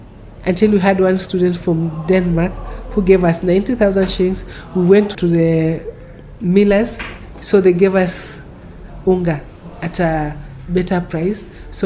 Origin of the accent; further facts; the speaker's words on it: Kilifi, Kilifi County, Kenya; I come from Kilifi, you know, I cannot travel to Kilifi.